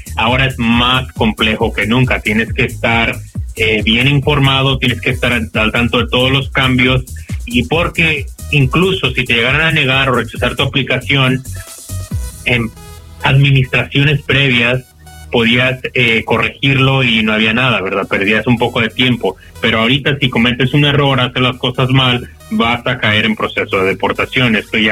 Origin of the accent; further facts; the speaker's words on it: Mexico; como todo mexicano, ¿verdad?